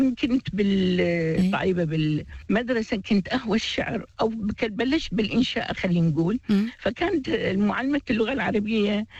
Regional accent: Iraq; أنا من العراق، أنتمي لمنتدى الجامعيين العراقيين

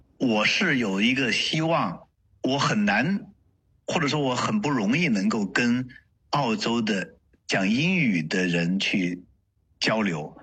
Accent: Chengdu, Sichuan, China

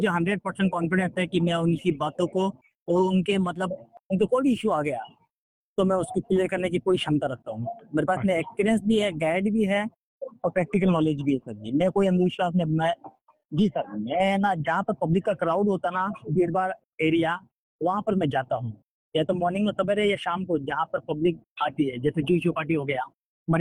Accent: Rajasthan, India; now in Mumbai, India; और मैं राजस्थान का रहने वाला हूँ। सर जी, मैं राजस्थान का रहने वाला हूँ

